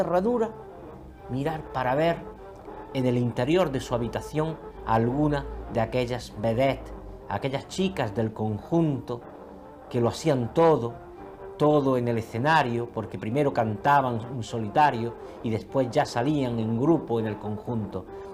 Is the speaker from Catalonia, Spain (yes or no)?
no; Loja, Andalusia, Spain; de los que llegaban a Loja, que es mi pueblo. Pues yo toda mi infancia la pasé en Loja.